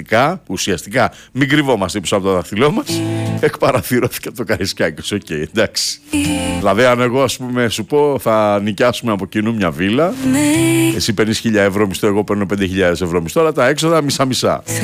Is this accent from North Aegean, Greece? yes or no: no; Crete, Greece; moved away; εγώ είμαι από την Κρήτη, αδερφέ, και δεν έχω καταφέρει να πάω εδώ και χρόνια.